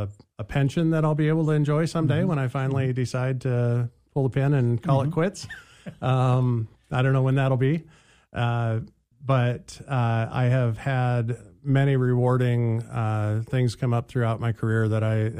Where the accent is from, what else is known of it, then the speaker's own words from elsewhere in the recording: Nebraska, United States; now in Anchorage, United States; I grew up in Nebraska, and so Nebraska was was a lot of country